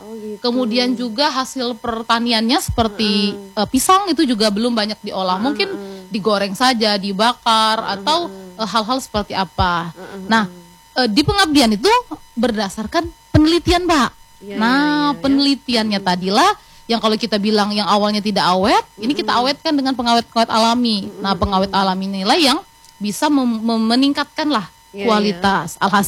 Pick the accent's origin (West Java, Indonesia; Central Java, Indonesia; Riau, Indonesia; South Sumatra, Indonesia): South Sumatra, Indonesia; Lahat; also born or lived in Palembang; now in Bengkulu, Indonesia; saya sebenarnya asalnya tuh bukan dari Bengkulu. Jadi asalnya dari Sumatera Selatan. Lama di nggak ngajar di Palembang, tapi aslinya Lahat gitu kan.